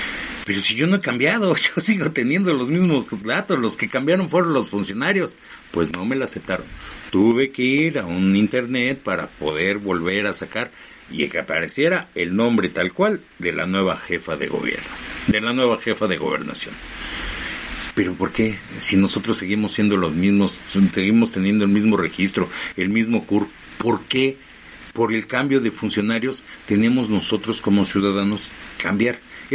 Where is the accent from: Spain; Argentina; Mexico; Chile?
Mexico; sobre todo cuando somos ciudadanos, cuando somos mexicanos y tenemos el derecho, pues, a que se nos entregue un acta de nacimiento